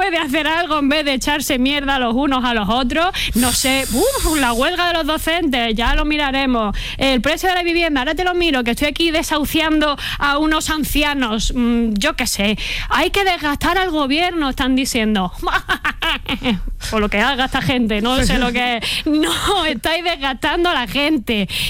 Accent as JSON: {"language": "Spanish", "town": "Cuenca", "region": "Castilla-La Mancha", "country": "Spain", "said": "Y la otra, que soy de Cuenca, cojones."}